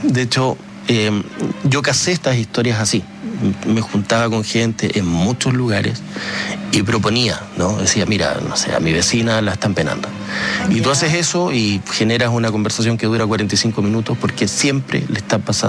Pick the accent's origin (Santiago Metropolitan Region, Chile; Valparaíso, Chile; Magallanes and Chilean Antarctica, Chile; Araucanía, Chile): Magallanes and Chilean Antarctica, Chile; Yo, como te digo, soy magallánico, pero pasaba los veranos acá.